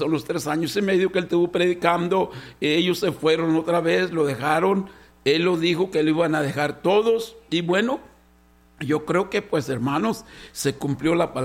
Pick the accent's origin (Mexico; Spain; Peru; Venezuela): Mexico; Guanajuato; el Rincón de Alonso de Guanajuato, de donde yo vengo